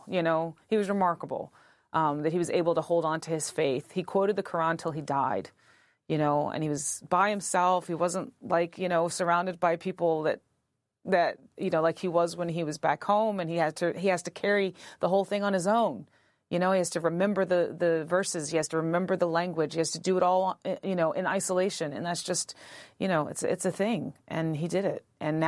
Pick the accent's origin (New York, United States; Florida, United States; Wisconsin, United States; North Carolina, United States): North Carolina, United States; Yeah, I'm from North Carolina. from a mixed family, mixed black and white, and I know indigenous, you know, back there is kind of a typical Southern story of black, white, and red mixed in sort of indiscriminate ways.